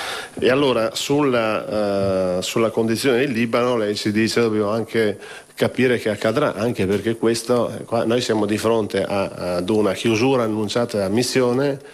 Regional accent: Trieste, Friuli-Venezia Giulia, Italy; io tra l'altro vengo da Trieste, quindi sono paesi che ho vicino e conosco

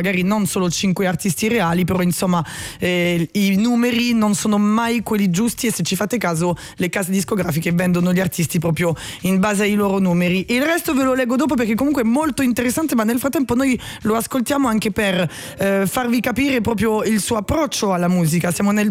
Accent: France; accent: French; Italian is a second language; moved away; Non è che non mi piace l'inglese, che purtroppo lo parlo, noi francesi lo chiamiamo il Franglish, perché abbiamo proprio un accento francese. Non so se ve ne siete accorti, perché in italiano mi sa che non si sente il mio accento francese, però in inglese si sente ancora di più

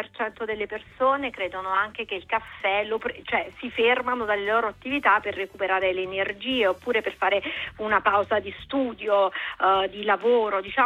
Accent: Naples, Campania, Italy; Io sono napoletana

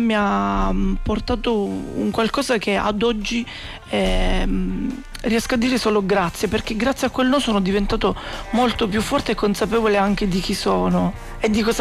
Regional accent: Sicily, Italy; now in northern Italy; vivendo fuori dalla mia terra, la Sicilia, sono nato in una delle province più a sud d'Italia e vivo in una di quelle più a nord, questa cosa è assurda, e sono lontano dalla mia famiglia

